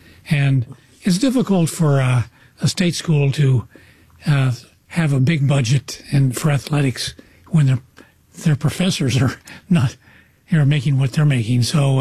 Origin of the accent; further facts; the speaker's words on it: Lawrence, Kansas, United States; first off, Lawrence, Kansas, where the University of Kansas is my hometown. Mm-hmm. I went to Lawrence High School and then University of Kansas.